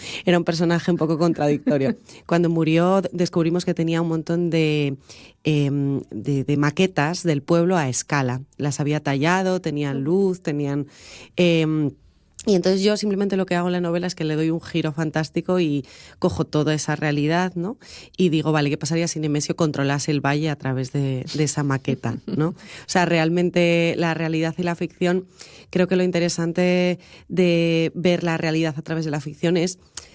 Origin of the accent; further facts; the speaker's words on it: Spain; born there; el Lutano es una niebla que hay en mi pueblo, que está haciendo frontera entre Asturias y León